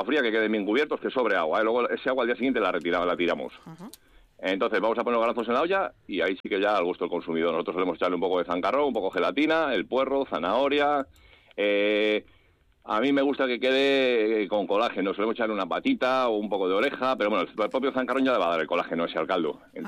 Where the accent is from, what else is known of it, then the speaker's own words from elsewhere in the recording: Castile and León, Spain; moved away; Sí, obligatorio que sea pico pardal de León. Sí. Pedro Sillano está muy bueno, pero yo me sigo quedando con el de mi tierra.